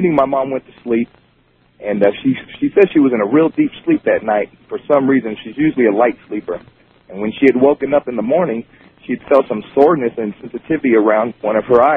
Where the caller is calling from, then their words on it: Victorville, California, United States; I'm calling from Victorville, California.